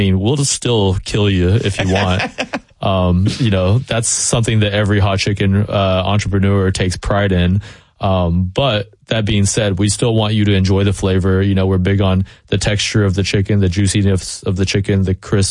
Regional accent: Tennessee, United States; moved away; the Vols, you know, stuff that I grew up loving while growing up in Tennessee.

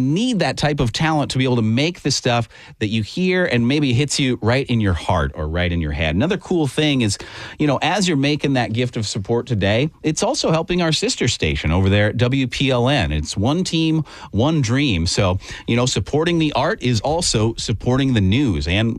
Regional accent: North Dakota, United States; I had twang in my voice, and I'm from North Dakota.

